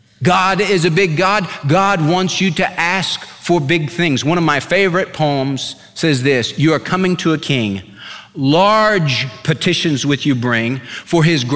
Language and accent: English; California, United States; we had a pool in my backyard growing up in California. I was the 5th of 6 kids